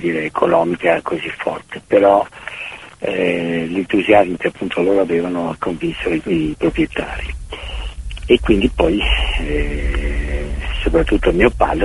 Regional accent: Venice, Veneto, Italy; now in Cortina d'Ampezzo, Italy; Noi proveniamo da Venezia

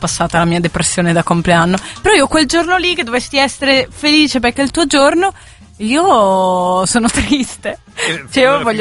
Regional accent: Veneto, Italy; accent: Venetian dialect; quando parlo magari non so con la mia famiglia o comunque con qualcuno che mi parla in veneto

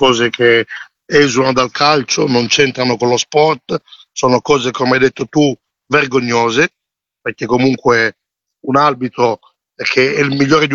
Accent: DR Congo; la Repubblica Democratica del Congo, il mio paese

